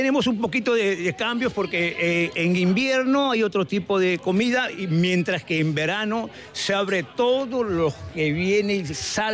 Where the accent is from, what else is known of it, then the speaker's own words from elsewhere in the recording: San Vicente de Cañete, Lima, Peru; now in San Vicente de la Barquera, Spain; Yo soy del Perú, soy de San Vicente de Cañete, que pertenece a Lima, a 2 horas de Lima. De San Vicente de Cañete, venir a trabajar a San Vicente de la Barquera.